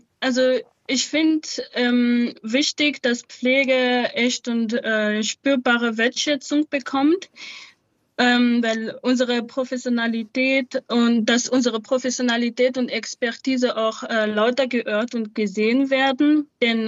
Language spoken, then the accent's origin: German; Madagascar; German is a second language; now in Munich, Germany; auch komplett spenden für Waisenhäuser und Hilfsorganisationen in Madagaskar, weil ja, dass ich in meiner Heimat einfach etwas zurückgeben kann.